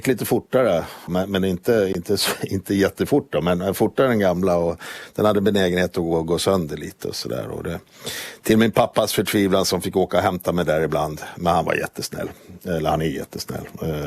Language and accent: Swedish; Finland; Vad de inte visste däremot, det var att jag var finsk medborgare.